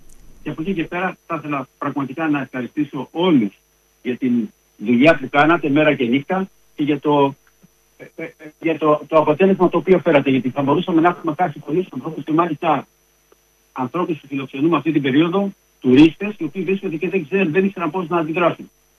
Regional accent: Crete, Greece; born there; Γεννήθηκα στην Κρήτη, είμαι 70 χρόνια

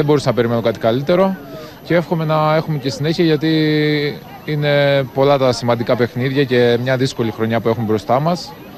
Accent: Crete, Greece; moved away; αυτή την όμορφη χρονιά στον τόπο μου.

